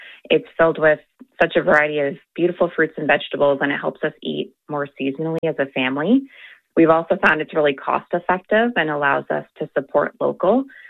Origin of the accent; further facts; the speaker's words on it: Kitchener, Ontario, Canada; I'm from Kitchener, Ontario, Canada.